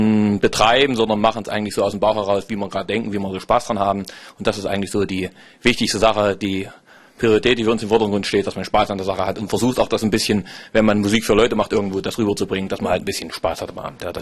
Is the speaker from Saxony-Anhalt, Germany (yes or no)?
yes; Wippra, Saxony-Anhalt, Germany; Wir kommen selber nicht aus Irland, sondern aus Wippra.